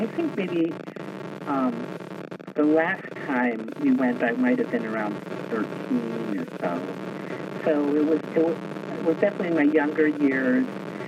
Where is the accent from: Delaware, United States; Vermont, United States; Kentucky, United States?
Delaware, United States; Wilmington; now in Hudson Valley, United States; we came from Wilmington, Delaware